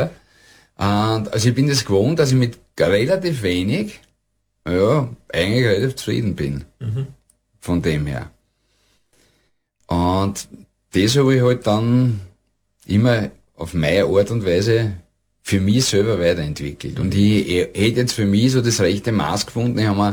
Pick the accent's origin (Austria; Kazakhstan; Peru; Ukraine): Austria; Vienna; Ich bin in Favoriten aufgewachsen, habe Maschinenbau gelernt, bin Motorrad gefahren